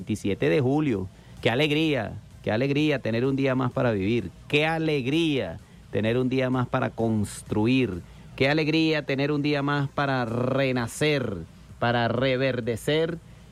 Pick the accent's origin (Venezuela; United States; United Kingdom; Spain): Venezuela